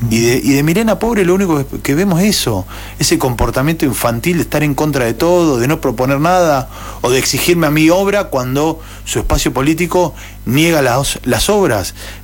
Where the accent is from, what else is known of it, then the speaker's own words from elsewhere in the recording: Dolores, Buenos Aires Province, Argentina; hay momentos donde tenemos que ser dolorenses.